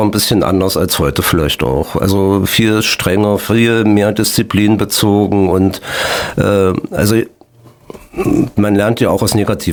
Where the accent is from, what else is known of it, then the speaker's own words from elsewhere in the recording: Germany; Du darfst natürlich auch nicht vergessen, dass ich eigentlich, dass ich wo groß geworden bin in der DDR.